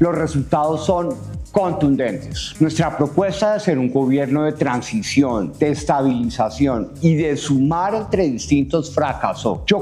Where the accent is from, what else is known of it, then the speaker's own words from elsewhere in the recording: Colombia; Como colombiano, lo que defiendo es que se respete la democracia.